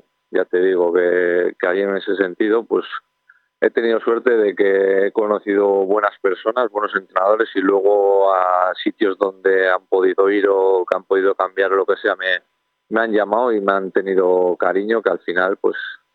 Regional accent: Cantabria, Spain; born there; el equipo de mi pueblo, el que considero mi equipo, que es el Escudo

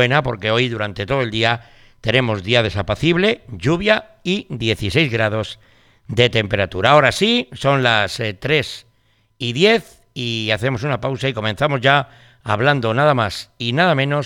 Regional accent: Periedo, Cantabria, Spain; born there; en mi pueblo, en Periedo.

